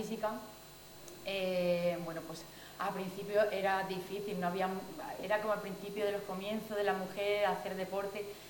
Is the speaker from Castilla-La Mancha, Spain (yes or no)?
yes; Miguelturra, Castilla-La Mancha, Spain; más aquí en mi pueblo